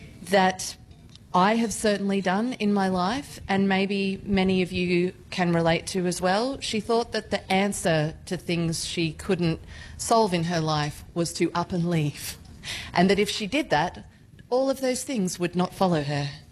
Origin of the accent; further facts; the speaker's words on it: Gold Coast, Queensland, Australia; I grew up on the Gold Coast, and that love that I feel for how extraordinary that hinterland